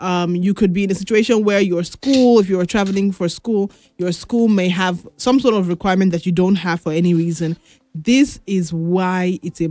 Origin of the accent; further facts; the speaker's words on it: Nigeria; As a Nigerian, if I were you, I would take the embassy and hold them tight if I'm traveling.